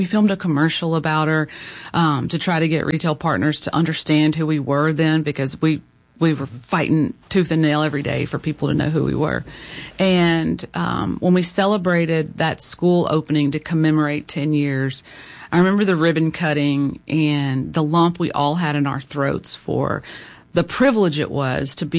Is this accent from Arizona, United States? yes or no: no; Little Rock, Arkansas, United States; I was a tomboy growing up in Little Rock, and I lived in Hillcrest and had amazing neighbors